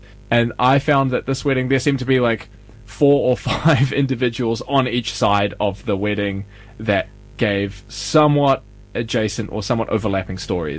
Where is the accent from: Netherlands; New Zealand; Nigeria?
New Zealand; moved away as an adult; now in Sweden; I'm from New Zealand, was born and raised there, lived there for 21 years before I left. I've now been in Sweden for almost 7 years.